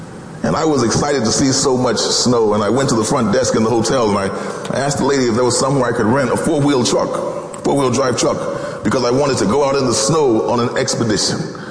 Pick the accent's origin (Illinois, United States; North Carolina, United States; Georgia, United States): Illinois, United States; Chicago; I'm from Chicago, I'm used to snow